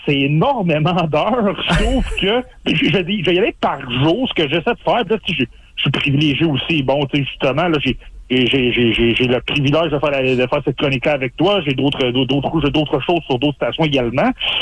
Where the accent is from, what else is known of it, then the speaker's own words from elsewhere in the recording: Port-Cartier, Quebec, Canada; moved away as an adult; also born or lived in Montreal; now in Côte-Nord, Canada; je suis originaire de Port-Cartier sur la Côte-Nord